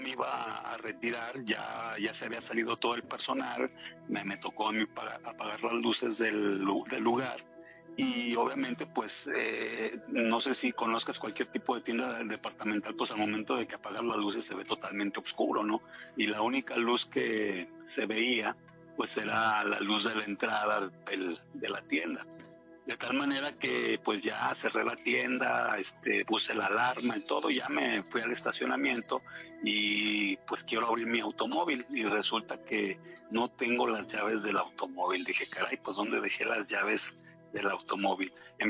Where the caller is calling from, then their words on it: Aguascalientes, Mexico; La ciudad de Aguascalientes, Aguascalientes.